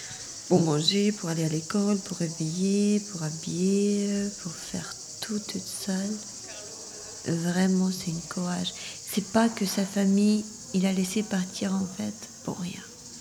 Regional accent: Albania; now in France; Oui, mais je suis venue de l'Albanie.

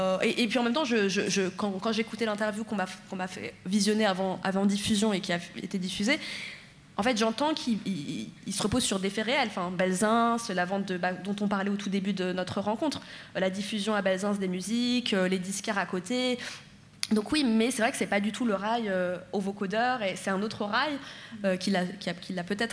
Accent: Marseille, Provence-Alpes-Côte d'Azur, France; moi c'est parce que j'adore cette musique, parce que j'ai grandi à Marseille.

